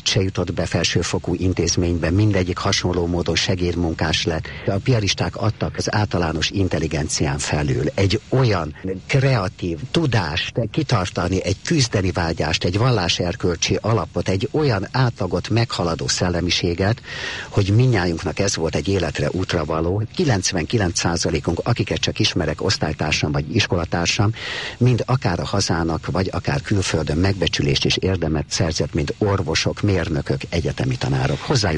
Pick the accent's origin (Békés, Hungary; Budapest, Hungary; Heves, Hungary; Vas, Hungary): Budapest, Hungary; born there; Keresztlevél szerint 1936. december 22-én születtem Budapesten.